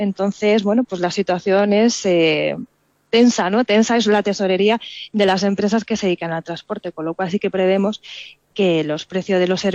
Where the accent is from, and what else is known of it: Spain